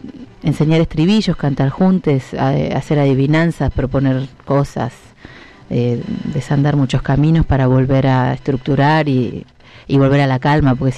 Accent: Buenos Aires, Argentina; born there; moved away; Y me fui para Buenos Aires, mi provincia natal.

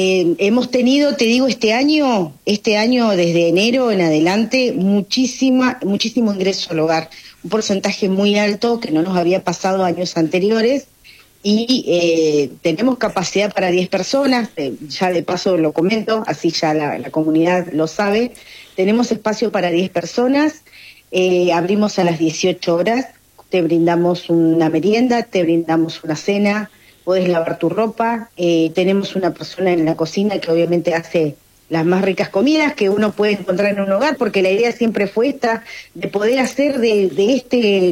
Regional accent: Viedma, Río Negro, Argentina; born there; uno vive en Viedma, yo soy nacida en Viedma

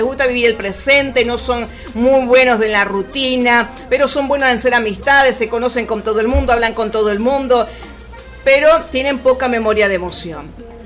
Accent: Uruguay; Hemos pasado tantas cosas los uruguayos.

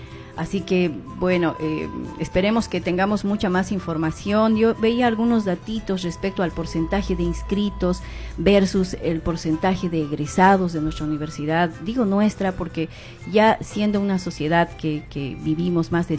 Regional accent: Bolivia; moved away

